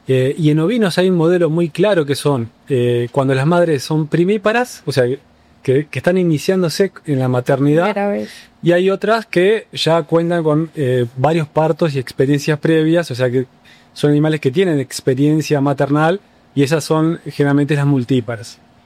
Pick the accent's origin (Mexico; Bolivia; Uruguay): Uruguay